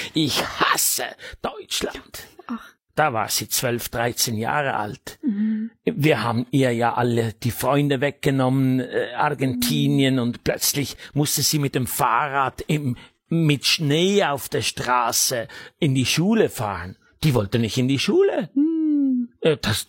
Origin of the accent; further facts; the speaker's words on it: Switzerland; moved away; also born or lived in South America; Ich bin der einzige Schweizer. Kein anderer in unserer Familie kann Schweizerdeutsch. Also ich bin der Ausländer in meiner Familie.